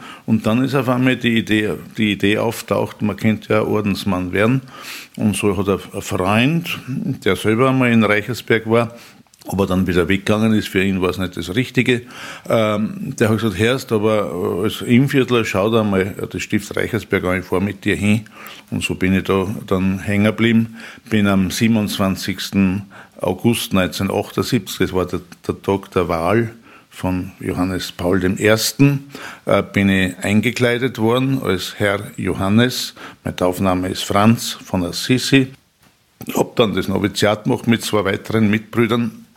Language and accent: German; St. Veit im Innkreis, Upper Austria, Austria; Geboren bin ich 1960 in St. Veit im Innkreis, das ist ein kleiner Ort.